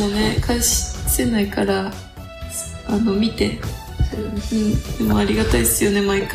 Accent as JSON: {"language": "Japanese", "region": "Niigata", "country": "Japan", "said": "うち新潟県の人なんですけど"}